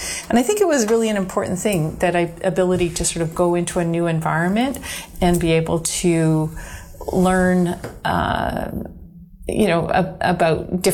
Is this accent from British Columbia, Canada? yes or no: yes; Kamloops, British Columbia, Canada; moved away as an adult; also born or lived in Kingston / Belgium / Vancouver / Ottawa; now in Toronto, Canada; So I grew up in British Columbia in Kamloops and was the daughter of a gold miner, prospector.